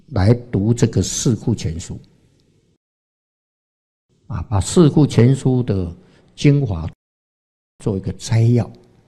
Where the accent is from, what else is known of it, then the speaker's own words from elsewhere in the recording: Taiwan; accent: Taiwanese; 那个老板娘听到我们是台湾口音的啊，讲台语的就特别亲切呀